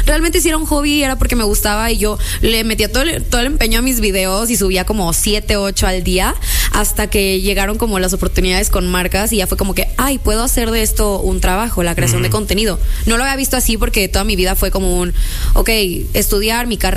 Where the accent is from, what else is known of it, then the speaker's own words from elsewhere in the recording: Reynosa, Tamaulipas, Mexico; moved away; also born or lived in Monterrey, Nuevo León; Yo nací en Monterrey. Pero toda mi infancia la viví en Reynosa.